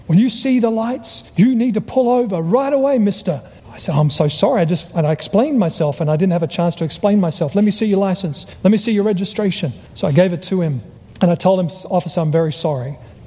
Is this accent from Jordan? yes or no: no; Australia; now in United States; He heard my accent. I was from Australia.